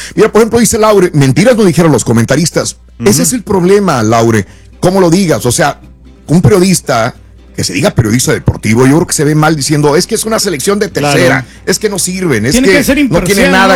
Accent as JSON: {"language": "Spanish", "country": "Mexico", "said": "Yo soy mexicano, pero también tengo que entender que los mexicanos cometemos errores."}